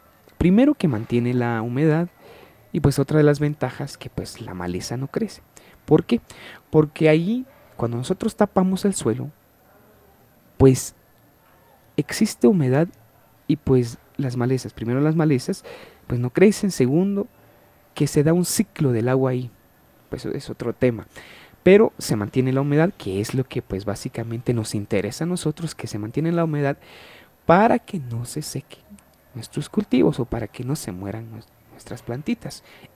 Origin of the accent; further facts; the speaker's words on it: San Miguel Ixtahuacán, San Marcos, Guatemala; tanto como guatemaltecos, como de San Miguel Ixtahuacán, representa nuestra cultura.